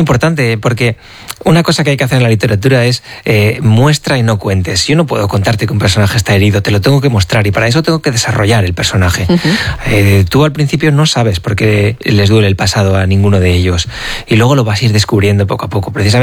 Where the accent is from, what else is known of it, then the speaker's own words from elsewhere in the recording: La Rioja, Spain; yo soy riojano